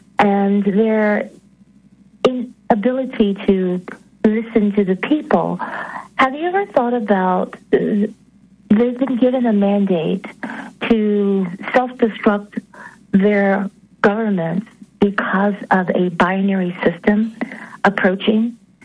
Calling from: Georgia, United States; from Georgia.

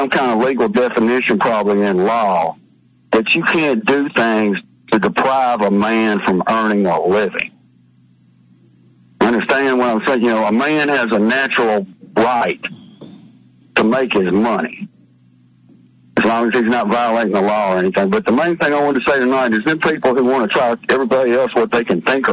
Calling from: Mississippi, United States; from Mississippi.

